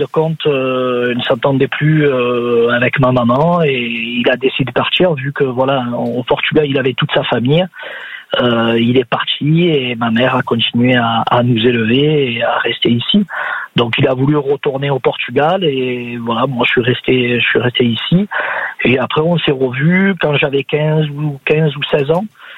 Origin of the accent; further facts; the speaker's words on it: Marseille, Provence-Alpes-Côte d'Azur, France; Je suis né à Marseille et je suis né à Marseille. J'ai habité toute ma vie, quoi. Et oui, après ma Marseille dans mes gènes